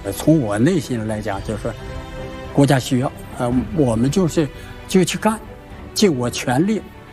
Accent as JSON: {"language": "Chinese", "country": "China", "said": "所以作为中国人来讲，应该是非常骄傲的，非常幸福。"}